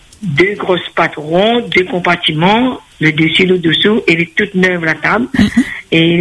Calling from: Sainte-Marie, Réunion; Je suis à Sainte-Marie

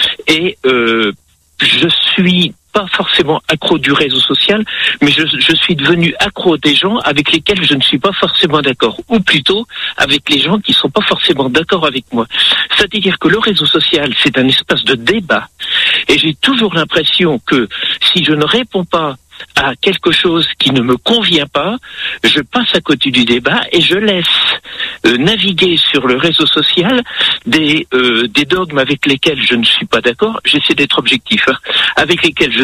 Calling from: Vienne, Nouvelle-Aquitaine, France; Du département de la Vienne, le département du Futuroscope.

